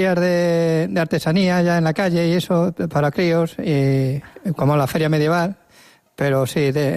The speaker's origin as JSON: {"language": "Spanish", "town": "Ciudad Real", "region": "Castilla-La Mancha", "country": "Spain", "lives_now": "A Coruña, Spain", "said": "No, soy manchego, soy de Ciudad Real."}